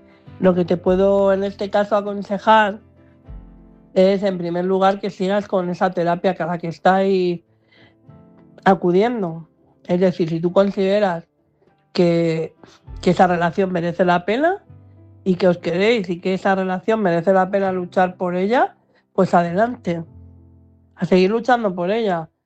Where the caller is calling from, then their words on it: Madrid, Community of Madrid, Spain; de Madrid.